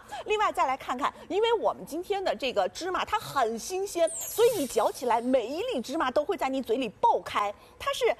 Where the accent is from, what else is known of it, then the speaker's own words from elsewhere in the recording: China; 我们中国人特别讲究精气神儿。